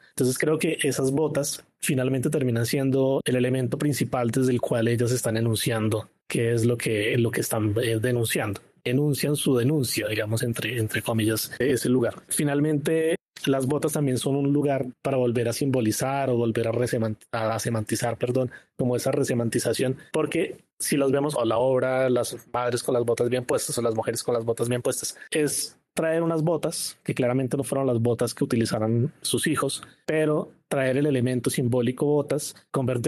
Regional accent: Colombia; la primera imagen que tenemos en nuestra cabeza como colombianos

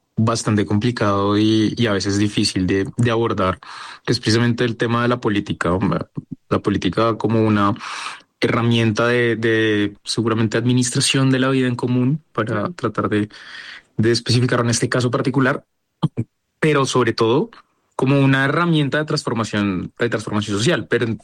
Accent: Colombia

